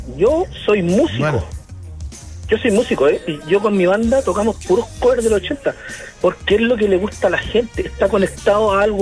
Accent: Santiago, Santiago Metropolitan Region, Chile; Yo originalmente soy de Santiago, y ¿sabes lo que era para mí de Quinta Normal?

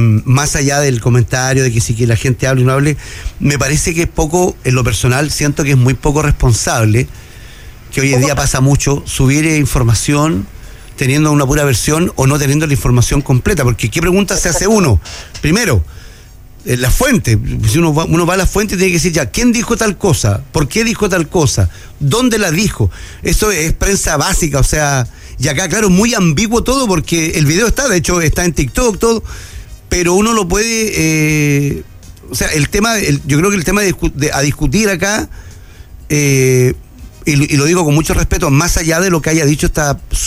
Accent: Chile

